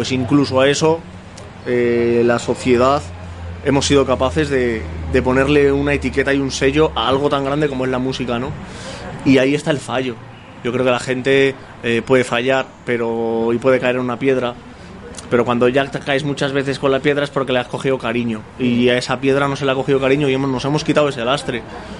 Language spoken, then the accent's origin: Spanish; Basque Country, Spain; somos gitanos y lo hemos mamado así. Pero somos los cinco, somos vascos.